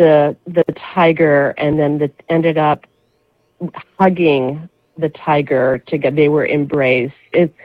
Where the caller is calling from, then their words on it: United States; putting my comments in as an American